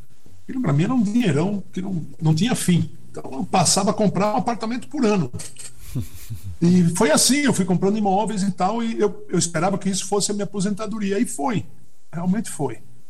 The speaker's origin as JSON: {"language": "Portuguese", "town": "Natal", "region": "Rio Grande do Norte", "country": "Brazil", "tie": "born there", "moved": "yes", "said": "Nasci em Natal."}